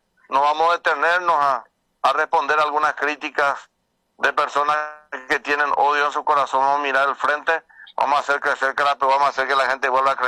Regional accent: Carapeguá, Paraguarí, Paraguay; que tengan la certeza de que van a tener un intendente que le ama a su pueblo y hace que Carapeguá vuelva a ser hermosa.

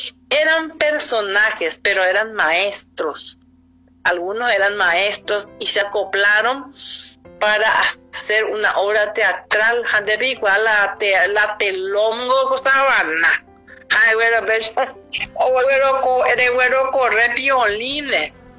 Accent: Carapeguá, Paraguarí, Paraguay; born or raised there

